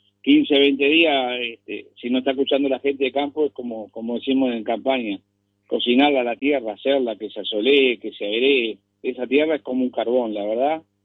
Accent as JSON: {"language": "Spanish", "region": "Canelones", "country": "Uruguay", "said": "yo soy canario y soy orgulloso de ser canario."}